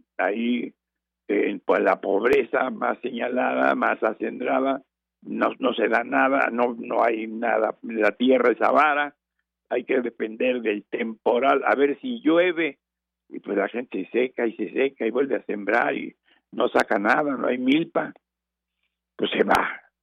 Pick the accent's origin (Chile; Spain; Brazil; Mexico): Mexico; de México, pues somos de México, una tortillita para un taco, para una quesadilla, para una tortilla de maíz